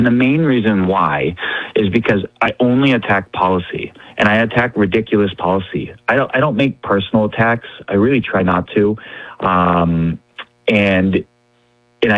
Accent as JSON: {"language": "English", "town": "Sacramento", "region": "California", "country": "United States", "said": "I'm originally from Sacramento."}